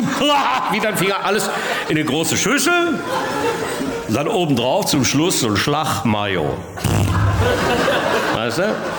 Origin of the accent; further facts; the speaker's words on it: North Rhine-Westphalia, Germany; Jetzt komme ich aus dem Ruhrgebiet und wir bei uns zu Hause, das werden Sie ja nicht kennen, wir sind ja sogenannte Wirkungstrinker.